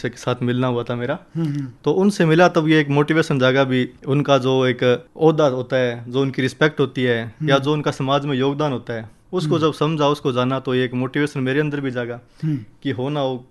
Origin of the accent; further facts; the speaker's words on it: Rajasthan, India; मैं सूरतगढ़ तहसील के गांव सिद्धवाला का निवासी हूँ।